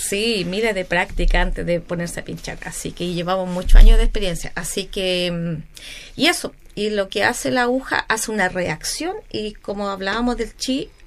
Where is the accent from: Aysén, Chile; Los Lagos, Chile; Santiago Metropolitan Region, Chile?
Los Lagos, Chile; Quenuir; nosotros como somos de Kenuir tenemos que viajar en la barcaza